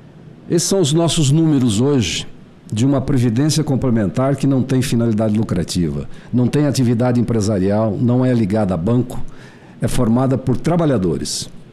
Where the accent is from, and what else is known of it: Brazil